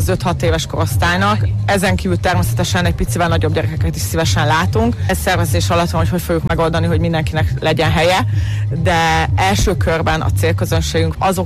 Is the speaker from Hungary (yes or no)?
yes; Szekszárd, Tolna, Hungary; now in Kalocsa, Hungary; Nem kalocsai származású vagyok, hanem eredetileg szekszárdi.